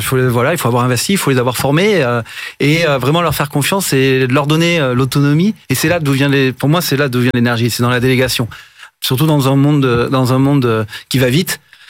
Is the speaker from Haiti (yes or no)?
no; Toulouse, Occitanie, France; Alors, je suis de Toulouse.